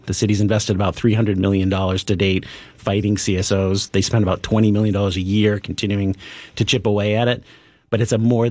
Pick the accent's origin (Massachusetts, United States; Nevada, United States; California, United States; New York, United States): Massachusetts, United States; New Bedford; I mean, when I grew up near New Bedford Harbor in the 70s and 80s, you were aware of the odor and the color of when the treatment plant, where the treatment plant was.